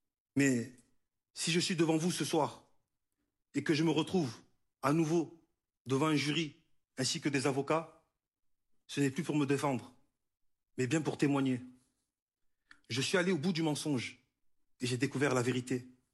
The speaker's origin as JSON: {"language": "French", "town": "Marseille", "region": "Provence-Alpes-Côte d'Azur", "country": "France", "tie": "born there", "said": "Je suis né à Marseille. Et comme beaucoup d'autres qui ont grandi dans un quartier, je me suis construit sur la base d'un mensonge."}